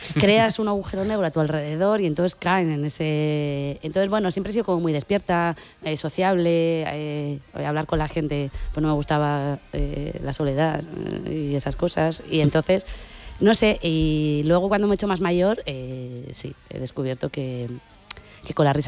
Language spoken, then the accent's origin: Spanish; Burgos, Castile and León, Spain; soy de Burgos, que... Porque, joder, es algo que es característico mío. Soy lo que soy porque me he criado en Burgos, mi familia es de Burgos, mi entorno es de Burgos, o sea, todo, o sea, mis antepasados son de Atapuerca